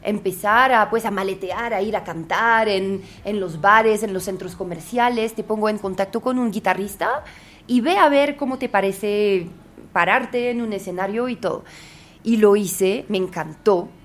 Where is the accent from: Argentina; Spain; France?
France; Paris, Île-de-France; Spanish is a second language; moved away as an adult; now in Colombia; yo no soy solo francesa, soy parisina. Yo vengo de la ciudad probablemente más dura, más hijueputa de Europa.